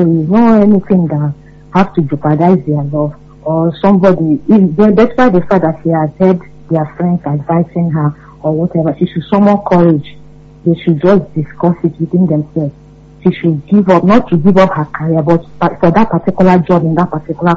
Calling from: Ibadan, Oyo, Nigeria; I'm calling from Apata.

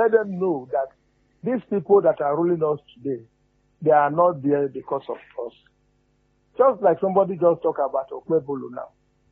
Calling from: Olugbo, Nigeria; I'm calling you from Olugbo.

